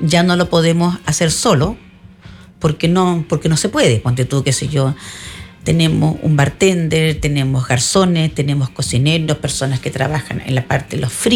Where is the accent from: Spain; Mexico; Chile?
Chile; Chiloé, Los Lagos; Yo soy chilota.